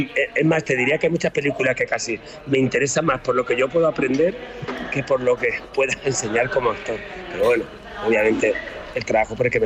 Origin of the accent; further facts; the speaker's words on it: Spain; intentando resumir, como cualquier español de mi generación, España siempre perdía, siempre perdía.